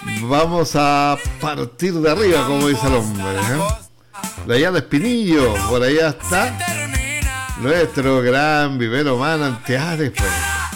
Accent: Chile; a todo ritmo como los chilenos, nos gusta la mexicana, pues.

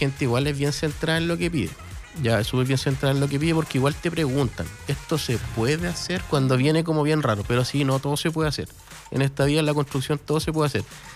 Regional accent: Santiago, Santiago Metropolitan Region, Chile; now in Rancagua, Chile; Y yo vengo de Santiago, entonces estoy acostumbrado como a otro estilo de estética.

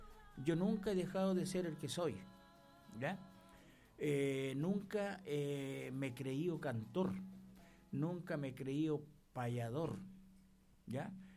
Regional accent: Chile; yo soy parte de Chile y esta es la identidad de nuestro país que se llama Chile.

